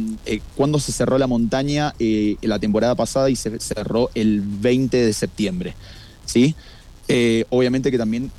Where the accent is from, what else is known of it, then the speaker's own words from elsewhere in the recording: Mendoza, Argentina; born there; moved away; Yo soy mendocino y nací en la montaña